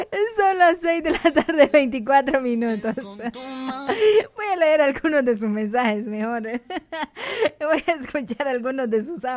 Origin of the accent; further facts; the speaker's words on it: Yauyupe, El Paraíso, Honduras; el pueblo más bonito de Honduras, Yauyupe. Sí, es que de ahí soy yo.